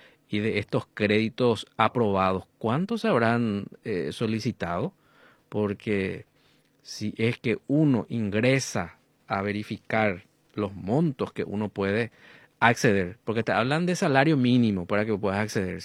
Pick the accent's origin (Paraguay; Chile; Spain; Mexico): Paraguay